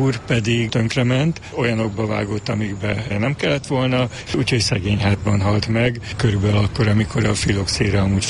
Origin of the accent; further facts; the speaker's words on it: Budapest, Hungary; Én egyébként abban a házban nőttem föl.